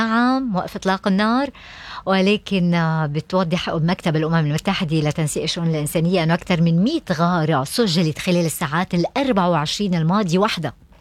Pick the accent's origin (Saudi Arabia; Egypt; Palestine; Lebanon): Lebanon; نحن نعرف بالنسبة لها كلبنانيين إسرائيل هي بس تشن حربة